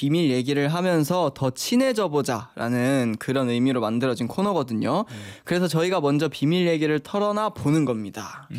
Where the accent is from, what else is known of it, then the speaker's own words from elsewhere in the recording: Yeongdeok, North Gyeongsang, South Korea; also born or lived in Daegu; 저는 영덕 출신인데.